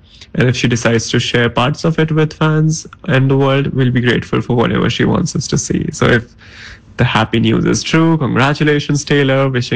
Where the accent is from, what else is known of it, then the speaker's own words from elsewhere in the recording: New Delhi, Delhi, India; from New Delhi, India, and I've been a … for almost 2 decades